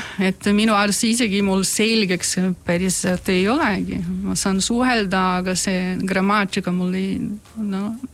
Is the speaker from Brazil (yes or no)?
yes; São Paulo, Brazil; Estonian is a second language; now in Estonia; No mina olen maalt ka, et ma olen São Paulo pärit, aga ma olen sundunud maal, mitte päris São Paulo see suures liines.